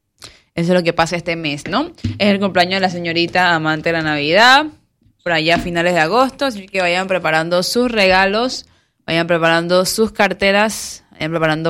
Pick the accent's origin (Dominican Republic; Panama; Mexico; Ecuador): Panama; Colón; Sí, soy de Colón.